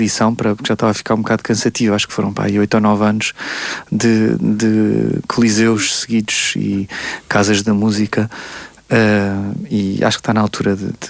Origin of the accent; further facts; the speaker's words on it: Coimbra, Centro, Portugal; primeira apresentação deste álbum foi em Coimbra, São Francisco, no Convento de São Francisco, uhum. na minha cidade natal.